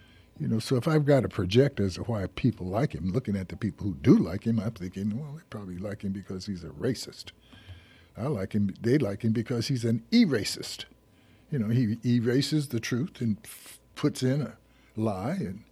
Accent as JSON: {"language": "English", "country": "United States", "said": "since I'm in America, and I'm an American"}